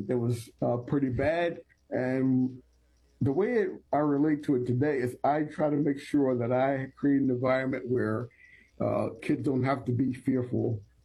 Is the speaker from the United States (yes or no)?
yes; Brooklyn, New York, United States; I am from Brooklyn, New York, and I am the youngest of three children.